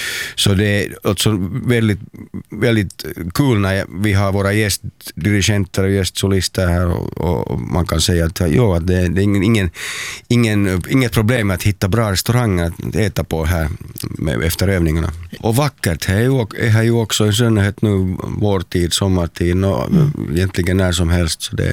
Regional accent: Helsinki, Uusimaa, Finland; Det är samma bostad där jag växte upp sedan jag var 5. Ja, vi bodde på ett annat ställe på Drumsö före det, men sedan jag var 5 så bodde vi just där var jag har mitt ställe nu också.

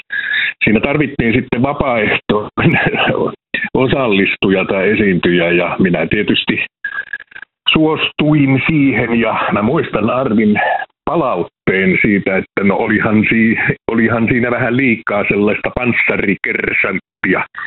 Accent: Savonia, Finland

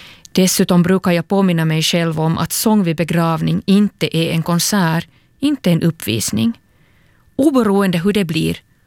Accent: Turku, Southwest Finland, Finland; från Åbo och talar under den här andakten

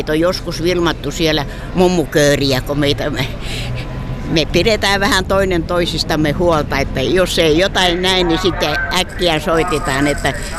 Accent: Karelia, Finland; now in Tampere, Finland; Tamperelaisia ja mä olen Karjalasta kyllä kotoisin

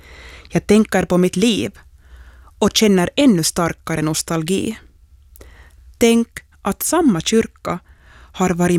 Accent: Träskända, Uusimaa, Finland; från Träskända

